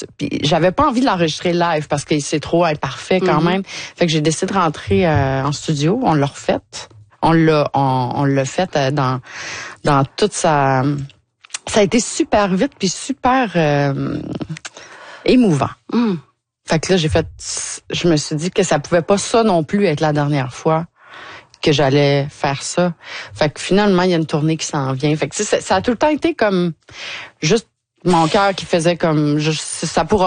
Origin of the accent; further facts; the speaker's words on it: Quebec, Canada; born there; moved away; J'étais en Gaspésie.